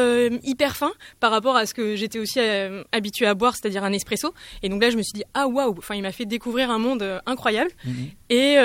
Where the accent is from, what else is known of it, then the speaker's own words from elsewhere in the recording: Bordeaux, Nouvelle-Aquitaine, France; moi, je suis de Bordeaux